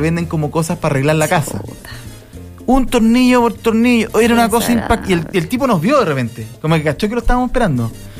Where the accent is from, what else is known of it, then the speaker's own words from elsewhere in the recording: Mexico; now in Chile; Porque en mi país, México, solo los centros comerciales funcionan en las tardes porque en el día se trabaja.